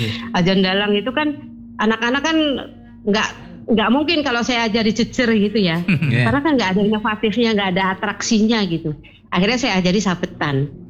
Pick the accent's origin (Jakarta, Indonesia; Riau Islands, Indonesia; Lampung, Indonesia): Jakarta, Indonesia; saya benar-benar orang Jakarta asli. Maksudnya lahirnya di Jakarta. Apa namanya, lingkungan pun Jakarta semua. Jadi Betawi.